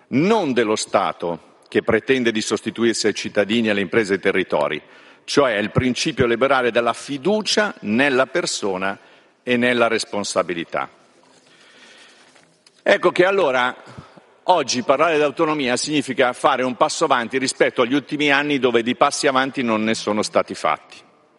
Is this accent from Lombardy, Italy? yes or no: yes; Brianza, Lombardy, Italy; io Brianzolo che fa parte della regione Lombardia